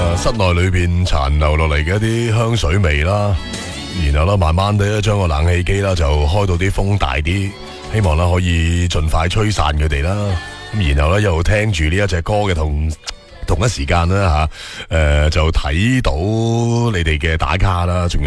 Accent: Guangdong, China; 咁我哋广东人啦

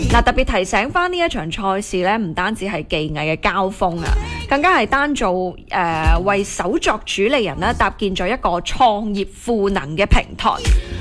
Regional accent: Guangdong, China; 作為我們廣東人來說、廣東真的很多寶藏。

